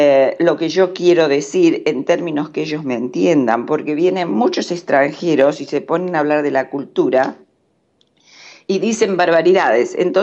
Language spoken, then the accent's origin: Spanish; Buenos Aires, Argentina; now in United States; Yo soy básicamente una porteña, porque siento como porteña, estoy identificada como porteña, llego a Buenos Aires y me meto en la cultura en un segundo.